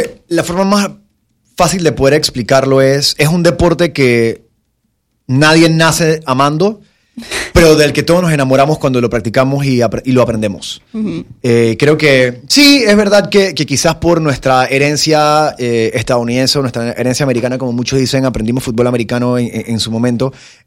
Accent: Panama; yo soy de Panamá

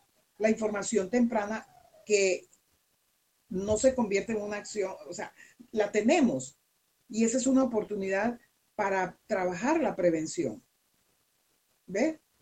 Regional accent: Panama; como panameños de a pie

